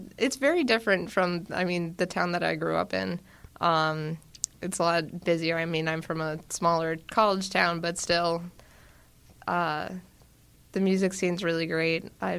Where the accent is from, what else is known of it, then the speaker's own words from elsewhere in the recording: Florence, Massachusetts, United States; No, I'm actually originally from Florence, Massachusetts, out on the other side of Boston.